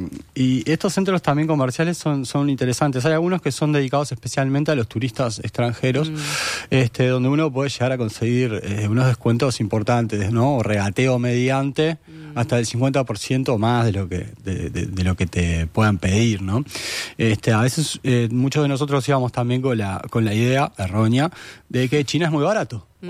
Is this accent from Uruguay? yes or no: yes; Uruguay; uno como uruguayo no puede dejar de pensar qué pasaría en Uruguay